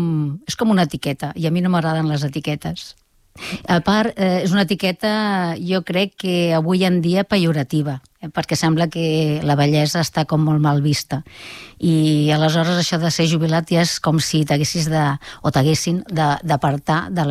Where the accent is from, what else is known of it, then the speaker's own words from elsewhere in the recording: Molins de Rei, Catalonia, Spain; moved away as an adult; now in Pallejà, Spain; suposo que quan neixes en un poble i la teva joventut viu, transcorre en aquest poble, doncs sempre et sents el poble com a teu. I clar, jo vaig anar a viure a Pallejà amb 34 anys o 35. Per tant, sí, jo ara... Visc a Pallejà, però el meu poble